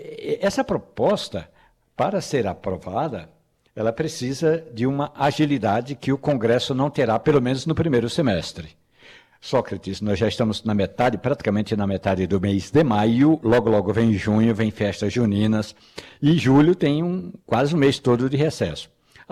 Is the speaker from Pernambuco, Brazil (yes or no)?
yes; Carnaíba, Pernambuco, Brazil; born there; não é porque eu nasci nessa cidade, mas lá em Carnaíba